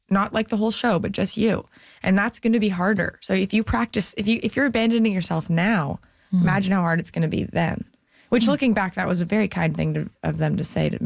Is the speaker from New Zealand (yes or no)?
no; Canada; I'm so grateful that I grew up comedically in Canada